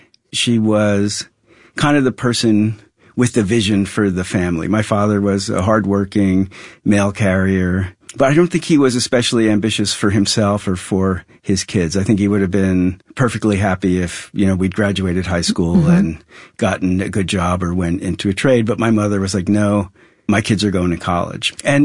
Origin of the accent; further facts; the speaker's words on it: New Jersey, United States; in the house where I grew up in New Jersey.